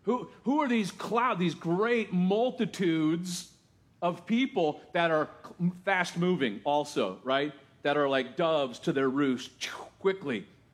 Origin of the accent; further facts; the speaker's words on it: Texas, United States; Of course, I'm a Texan.